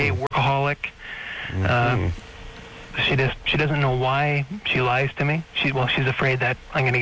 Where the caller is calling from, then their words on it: Toronto, Ontario, Canada; Hey, I'm calling from Toronto.